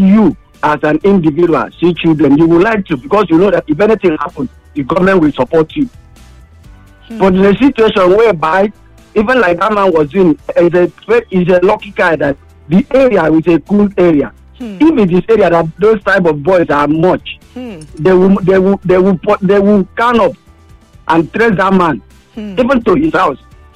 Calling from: Lagos, Nigeria; I'm calling you from Apapa.

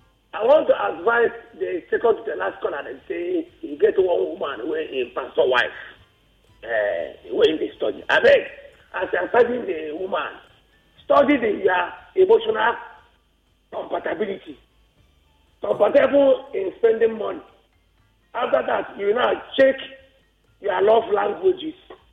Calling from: Nigeria

